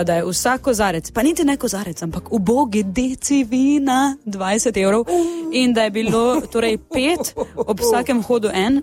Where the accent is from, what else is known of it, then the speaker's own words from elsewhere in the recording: Styria, Slovenia; Jaz sem Štajerka